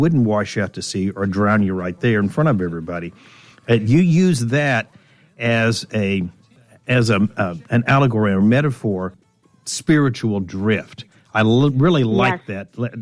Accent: Daytona Beach, Florida, United States; I grew up in Daytona Beach, Florida, just a half a block from the ocean.

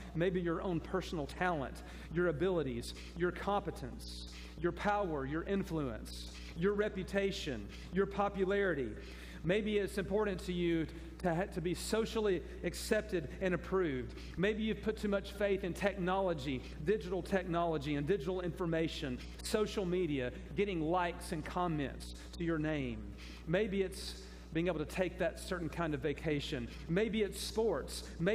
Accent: United States

